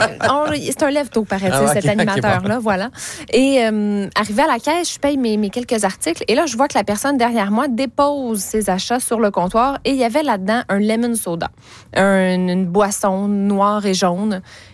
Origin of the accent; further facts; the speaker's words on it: Quebec City, Quebec, Canada; chez nous, à Québec.